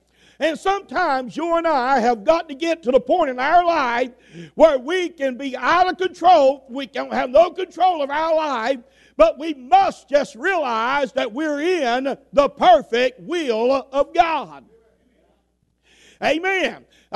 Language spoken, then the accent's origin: English; Roland, United States; moved away; I'm from Roland. But I didn't stay around there.